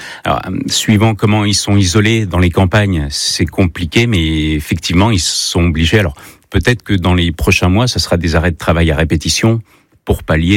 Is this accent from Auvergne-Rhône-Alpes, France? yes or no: no; Centre-Val de Loire, France; comme on dit chez nous dans le Berry